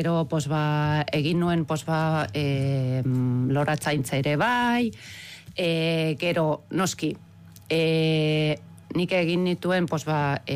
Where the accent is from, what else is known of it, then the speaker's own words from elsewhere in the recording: Switzerland; Basque is a second language; Nire jaioterri da, pos, landa ere muen poskokatuta herri txiki bat. Nik bizi nintzen, pos, ba, zer gaunden, postegun biztanle edo.